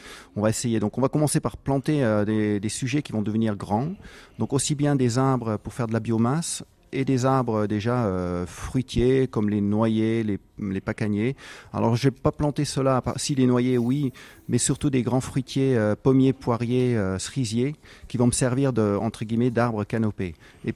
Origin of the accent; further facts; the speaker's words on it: Cosne-d'Allier, Auvergne-Rhône-Alpes, France; now in Hérisson, France; Moi, je suis originaire de Cône, je voulais m'installer en espace vert sur le secteur de Cône d'Allier.